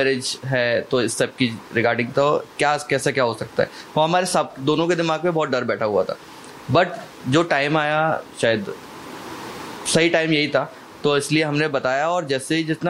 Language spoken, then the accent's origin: Hindi; Guna, Madhya Pradesh, India; दोनों हम लोग एक चीज़ अच्छी है कि हम दोनों एमपी से हैं, ठीक है. तो एमपी से हैं, मैं गुना से हूँ